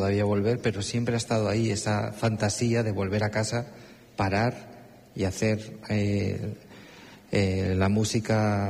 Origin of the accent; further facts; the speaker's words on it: Cantabria, Spain; Como cántabro, para mí mañana ya es invierno, ojalá.